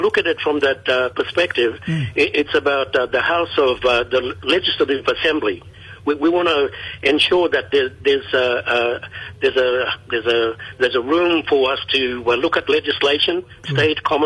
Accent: Mer Island, Queensland, Australia; I'm a Comet tribe, Comet clansman. I'm from Mare Island, eastern part of the Torres Strait.

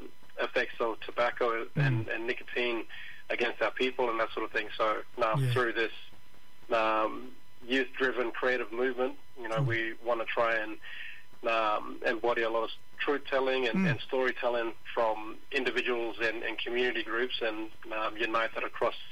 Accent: Queensland, Australia; I'm from the Torres Strait. I've got connection to a couple of islands and families from Semple and the Eastern Cluster in the Torres Strait there.

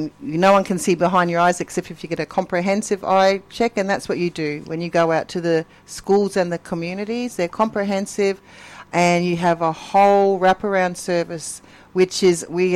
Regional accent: Darwin, Northern Territory, Australia; Yes, I'm born and bred in Darwin. Yep. Same with my mum and grandfather on that side. Yeah, so local in our community

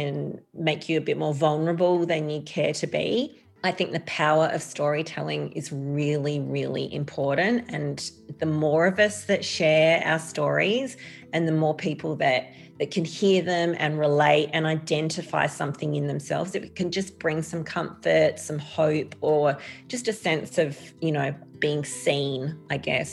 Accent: Adelaide, South Australia, Australia; I grew up in Adelaide's southern suburbs. It was a small hills community.

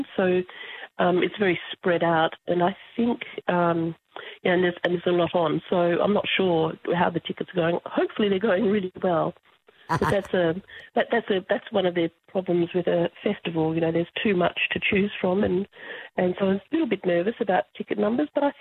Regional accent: Broome, Western Australia, Australia; I'm from Broome.

